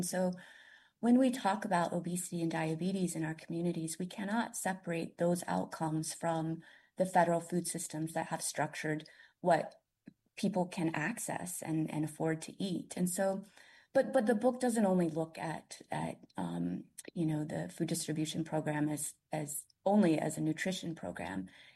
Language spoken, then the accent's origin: English; Tulsa, Oklahoma, United States; Yeah, so I grew up in Tulsa, and, you know, we lived outside of the reservation boundaries, so we weren't eligible for commodity foods.